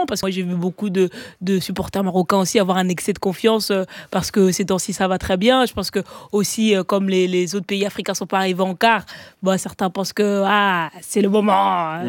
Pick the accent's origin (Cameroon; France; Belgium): Cameroon; Après, tu sais, je suis camerounaise, je suis obligée de dire, ce regard-là, je l'ai vu dans beaucoup d'entre nous.